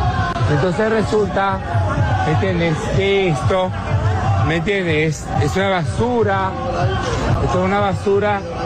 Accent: Venezuela

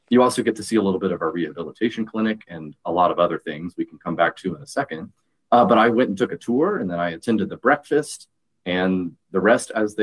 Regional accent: Alabama, United States; moved away as an adult; now in Dallas, United States; So I was raised in the United Methodist Church. My dad is a minister as well. I grew up a part of the church over in Alabama, and I came to Texas in 2020 to attend seminary or theological school at Perkins, which is the theological school of SMU.

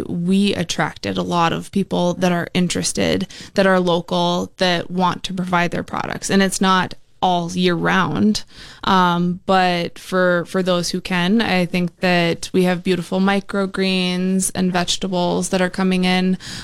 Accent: Minnesota, United States; born or raised there

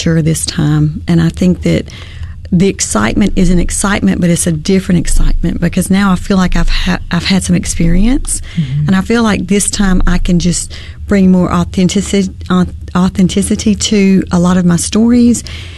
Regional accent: the South, United States; I'm a Southerner.

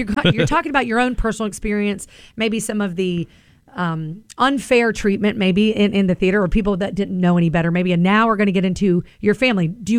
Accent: Florida, United States; now in Asheville, United States; I'm not originally from here either. I'm from Florida.

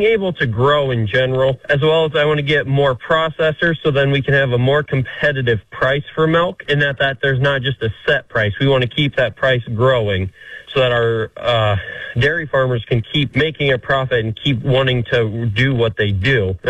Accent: Wisner, Nebraska, United States; So I grew up in a small town of Wisner, Nebraska. I still live there about 8 miles north. I grew up raising show pigs and show chickens

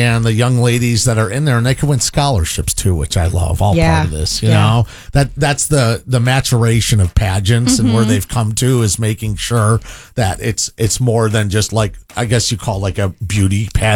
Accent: Addison, Illinois, United States; It was based in Addison, my hometown.

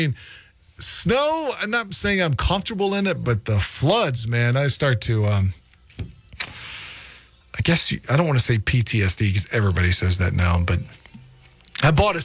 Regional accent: West Virginia, United States; I grew up in McDowell County and we went through so many floods down there

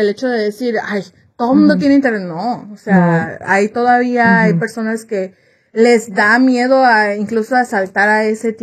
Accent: Mexico; moved away; Yo hablo digamos de la experiencia de México

